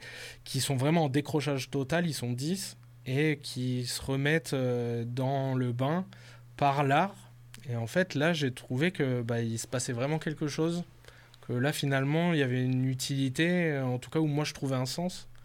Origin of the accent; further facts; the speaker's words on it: Villeneuve-sur-Lot, Nouvelle-Aquitaine, France; moved away; also born or lived in Toulouse / Paris / Rome; Moi, je viens du Lot-et-Garonne, à Villeneuve-sur-Lot. Et en fait, après, bon, j'ai fait les Beaux-Arts à Toulouse, blablabla, jusqu'à Paris.